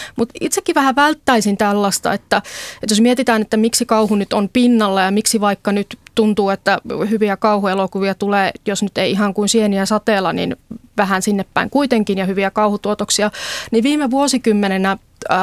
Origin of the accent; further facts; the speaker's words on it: Imatra, South Karelia, Finland; moved away; itsehän olen siis Imatralta kotoisin alun perin